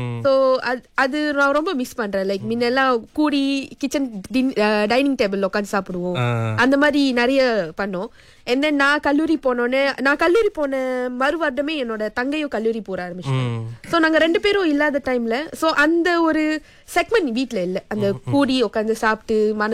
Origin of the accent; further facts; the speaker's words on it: Seremban, Negeri Sembilan, Malaysia; moved away as an adult; also born or lived in Sungai Petani; பூர்வீகம் சுங்கைப்பத்தானி, ஆனா நான் வந்து படித்தது வளர்ந்தது எல்லாம் வந்து சிரம்பன்.